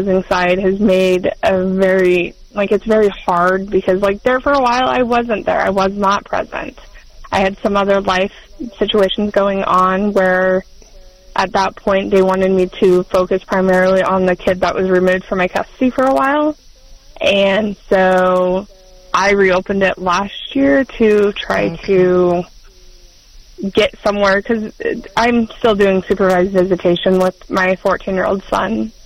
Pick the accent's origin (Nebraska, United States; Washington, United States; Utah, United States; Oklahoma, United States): Nebraska, United States; Hastings; But I'm from Hastings and Nebraska.